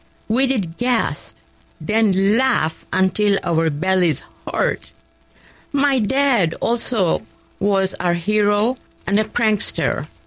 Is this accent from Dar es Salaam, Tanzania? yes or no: yes; Dar es Salaam, Tanzania; born there; I was born in Dar es Salaam, Tanzania, East Africa, to the most wonderful parents in the world, and loving grandparents.